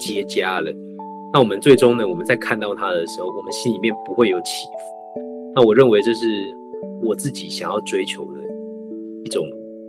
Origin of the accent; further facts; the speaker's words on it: central Taiwan, Taiwan; 那因为我太太住北部，那我的老家在中部，那所以我毕竟还是要选择一个北部的居住地